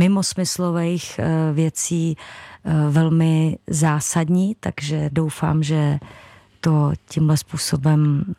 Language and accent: Czech; Hradec Králové, Hradec Králové Region, Czechia; moved away; jsme rodáci z Hradce Králové, včetně mě.